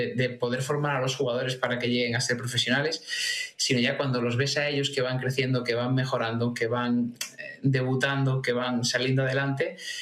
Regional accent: A Coruña, Galicia, Spain; Digo, eu son da Coruña.

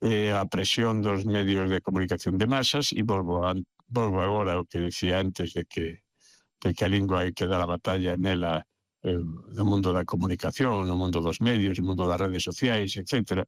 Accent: Pontevedra, Galicia, Spain; inda que son pontevedrés, non era pontevedrés de vivir no centro da vila, non? Entón, claro, a nós, como eu digo sempre, respecto do galego, educáronos en castelán.

